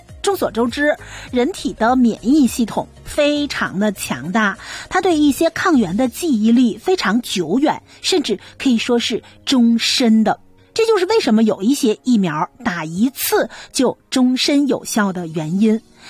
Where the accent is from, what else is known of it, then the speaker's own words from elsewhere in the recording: Canada; 咱们加拿大人